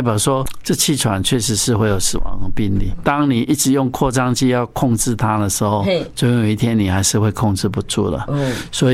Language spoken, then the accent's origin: Chinese; Taiwan; 可以100%的把 cover 到我们台湾人这些过敏的人类人的本土菌株都 cover 住